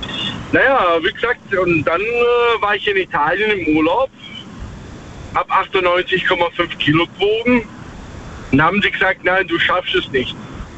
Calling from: Baden-Württemberg, Germany; Ich komme aus der Göppinger Ecke.

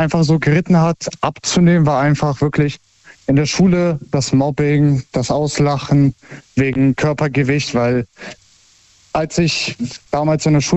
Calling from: Herzogenaurach, Bavaria, Germany; Aus Bayern, aus Herzogenaurach.

